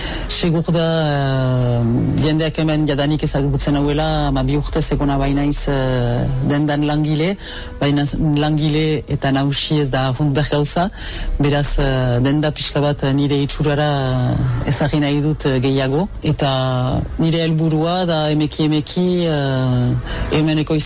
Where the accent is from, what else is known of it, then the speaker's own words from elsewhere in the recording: Nouvelle-Aquitaine, France; Sortzez amizkustara naiz